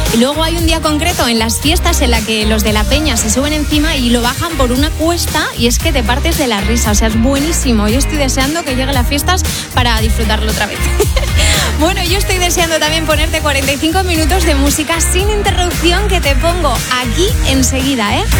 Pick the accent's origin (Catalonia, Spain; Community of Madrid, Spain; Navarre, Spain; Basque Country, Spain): Community of Madrid, Spain; Brunete; yo, por ejemplo, soy de Brunete